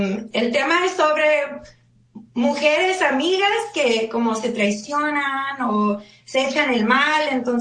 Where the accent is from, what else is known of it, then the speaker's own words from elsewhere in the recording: Nogales, Arizona, United States; now in Phoenix, United States; Yo soy de Nogales, pero vivo en Phoenix.